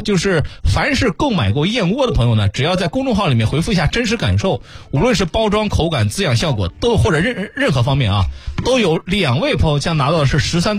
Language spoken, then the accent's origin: Chinese; Jiangsu, China; 咱们江苏人哈、